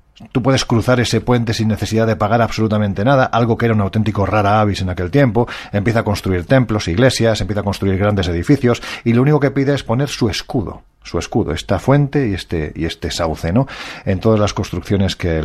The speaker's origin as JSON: {"language": "Spanish", "area": "Jaén", "region": "Andalusia", "country": "Spain"}